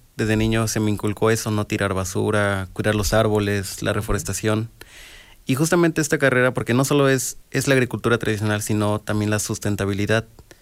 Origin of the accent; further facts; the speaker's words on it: Izúcar de Matamoros, Puebla, Mexico; Yo soy de aquí, de Izúcar de Moraleza